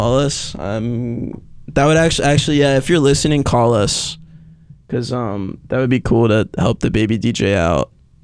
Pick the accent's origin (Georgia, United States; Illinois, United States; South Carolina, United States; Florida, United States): South Carolina, United States; Charleston; now in Columbia, United States; I'm from Charleston, personally.